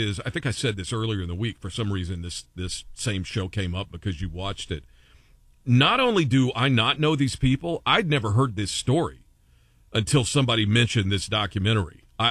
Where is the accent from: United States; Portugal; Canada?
United States; Oklahoma; where I grew up in Oklahoma, where my dad lives in Oklahoma.